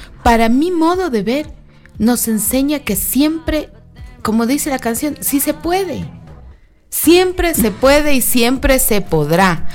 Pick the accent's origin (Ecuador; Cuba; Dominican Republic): Ecuador